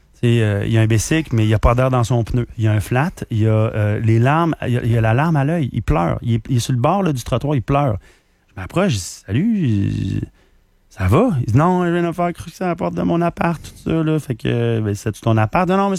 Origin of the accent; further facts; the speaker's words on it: Quebec, Canada; T'sais, moi, je suis Canadien, je suis Québécois, là.